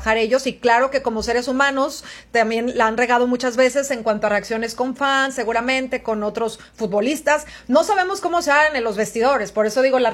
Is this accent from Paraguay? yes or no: no; Mexico; qué bonito lo que hemos hecho en México también, demostrar quiénes somos como mexicanos.